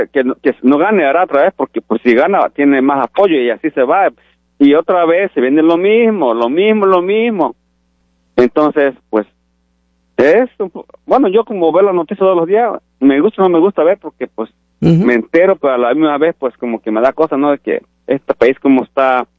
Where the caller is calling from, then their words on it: Oaxaca, Mexico; Soy de Oaxaca